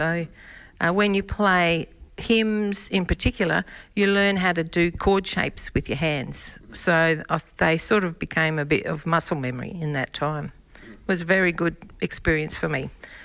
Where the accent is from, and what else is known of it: Queensland, Australia; born or raised there; moved away; also born or lived in Tanunda